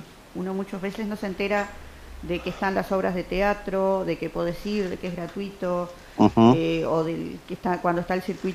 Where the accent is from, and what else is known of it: Maldonado, Uruguay